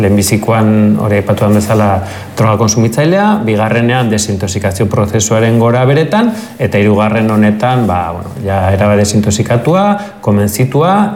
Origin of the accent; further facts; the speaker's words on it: Berriozar, Navarre, Spain; Berriozarkoa naiz, baino gaur egun Berriozar herri koskorra da, urbano, nahiko urbanoa